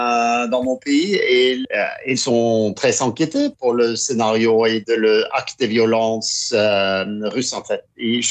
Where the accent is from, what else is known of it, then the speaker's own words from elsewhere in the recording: Oslo, Norway; French is a second language; also born or lived in Kirkenes; je suis grandi quand je viens d'Oslo, la capitale de la Norvège, mais je grandis 5 ans dans une petite ville qui s'appelle Kirkenes. C'est une ville à la frontière russe